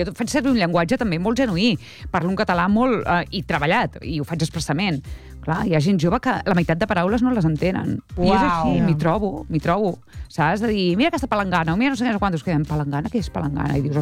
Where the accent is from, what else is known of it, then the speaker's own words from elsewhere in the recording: Premià de Mar, Catalonia, Spain; L'última Premià de Mar a casa meva, al meu poble.